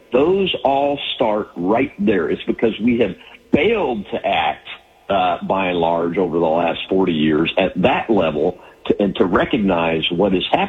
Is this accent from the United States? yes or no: yes; Tennessee, United States; things that I learned growing up in West Tennessee with my aunts and uncles, my mom and dad, and around the world. My dad was in the Air Force too, so I've traveled most of my life